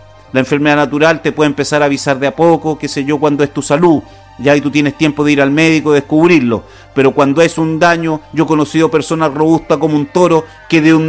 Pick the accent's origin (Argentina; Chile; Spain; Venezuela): Chile; y como buen chileno siempre dejamos las cosas para última hora.